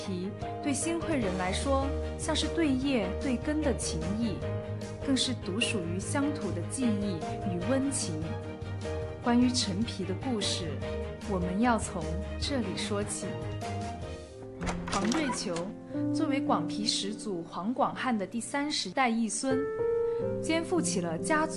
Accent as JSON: {"language": "Chinese", "country": "Macau", "tie": "born or raised there", "said": "长在中国澳门，祖籍在广东江门。"}